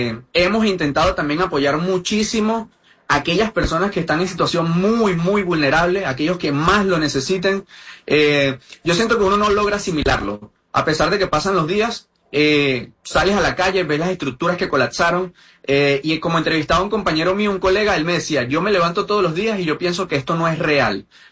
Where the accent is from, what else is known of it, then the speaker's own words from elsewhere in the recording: Venezuela; yo soy nacido y criado en Aguaira. A día de hoy, post terremoto, sigo viviendo en Aguaira. Yo me encuentro en casa de mi madre, resguardado en este momento.